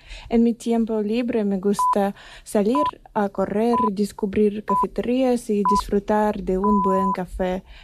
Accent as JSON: {"language": "Spanish", "country": "Russia", "lives_now": "Sant Cugat del Vallès, Spain", "said": "yo ya hace 3 años que vivo aquí en San Cugat, pero soy de Rusia. Vine de vacaciones, pero me gustó tanto que decidí quedarme."}